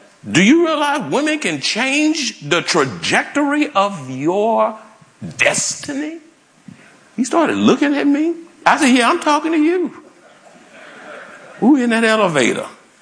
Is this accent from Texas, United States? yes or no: yes; Houston, Texas, United States; And I said, "Well, I'm from Houston originally."